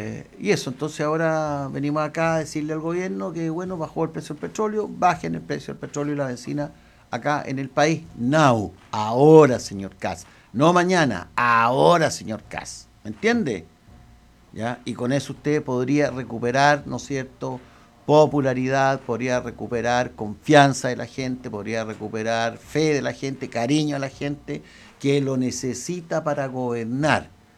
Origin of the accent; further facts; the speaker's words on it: Osorno, Los Lagos, Chile; Para nosotros como osorninos